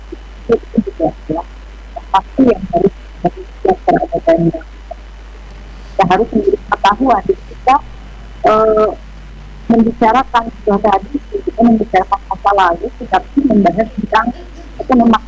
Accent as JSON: {"language": "Indonesian", "region": "West Java", "country": "Indonesia", "said": "terkhusus kita sebagai Sunda. Kita sudah kehilangan akal kita sebagai Sunda sendiri."}